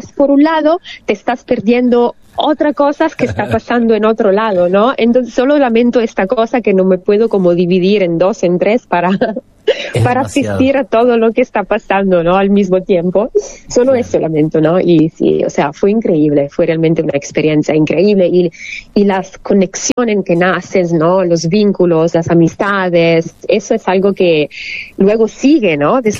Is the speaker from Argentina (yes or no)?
no; Italy; born there; Spanish is a second language; now in Turin, Italy; Cuando volví a Italia fue bajar al río de mi pueblito, no de Torino, sino de donde originariamente, donde sí. nací